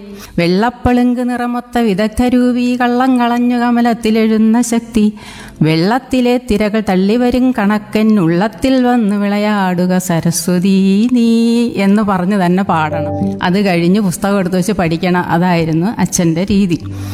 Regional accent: Chirakkara, Kerala, India; പക്ഷേ ഞാൻ ജനിച്ചു വളർന്നതൊക്കെ കൊല്ലം ജില്ലയിൽ തന്നെ ചിറക്കര എന്ന് പറഞ്ഞൊരു സ്ഥലമുണ്ട്. ഒരു കൊച്ചു ഗ്രാമം, നല്ല സുന്ദരിയായ ഒരു ഗ്രാമം.

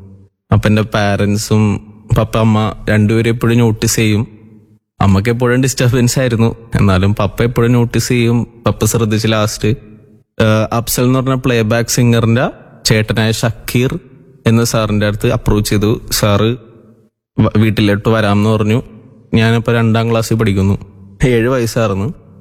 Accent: Kochi, Kerala, India; ഞാൻ തോപ്പുംപടി സ്വദേശിയാണ്.

